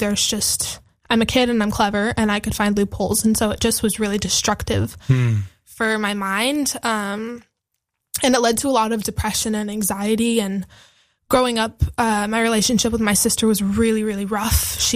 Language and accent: English; Bend, Oregon, United States; Yeah, I'm from Bend, Oregon. It's so beautiful. I'm so grateful to have grown up in such a beautiful city.